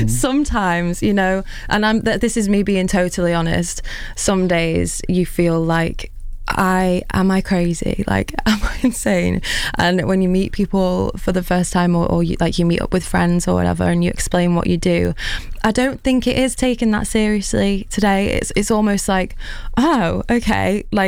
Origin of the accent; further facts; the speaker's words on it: North West England, United Kingdom; I started busking when I was younger on the streets in Chester. So I grew up in Cheshire